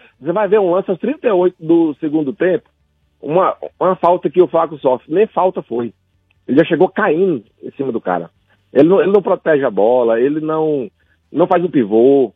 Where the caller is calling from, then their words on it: Rio Verde, Goiás, Brazil; Tá de Rio Verde, Goiás.